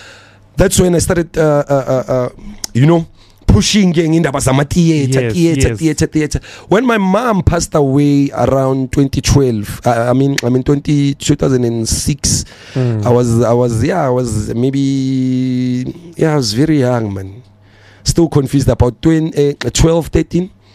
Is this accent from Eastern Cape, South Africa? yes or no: no; Soweto, Gauteng, South Africa; I grew up in a township of stars. I was surrounded with a lot of stars, including … Yeah, because I'm from Indofire, Soweto, Middlelands